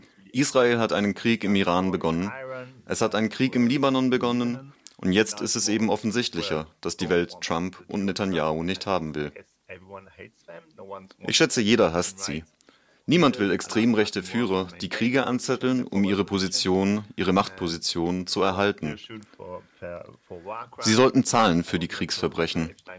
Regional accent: France; Ich bin Franzose

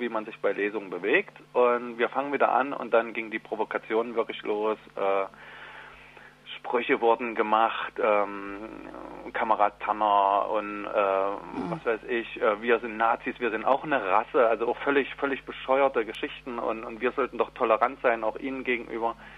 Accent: Leipzig, Saxony, Germany; Und ich komme ja hier aus Leipzig, also wir haben es ja wirklich hautnah erlebt.

